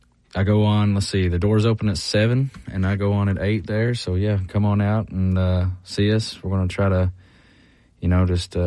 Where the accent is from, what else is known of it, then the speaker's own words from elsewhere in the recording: Byrdstown, Tennessee, United States; this is a song off the record, kind of about the road I grew up on in Byrdstown, Tennessee, and it's called